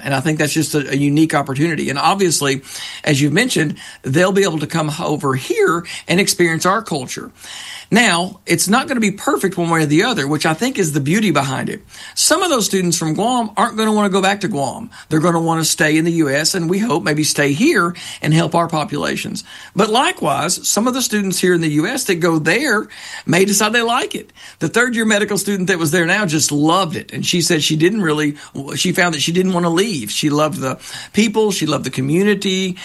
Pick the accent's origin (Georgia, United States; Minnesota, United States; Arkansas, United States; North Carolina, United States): Arkansas, United States; as someone myself who grew up, was born and raised in Arkansas